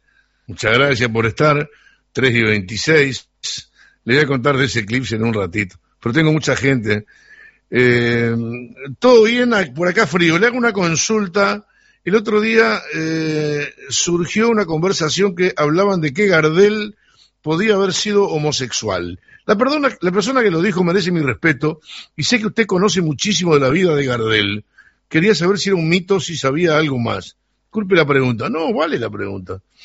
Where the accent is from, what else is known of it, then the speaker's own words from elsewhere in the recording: Uruguay; Yo soy uruguayo y lo reconozco.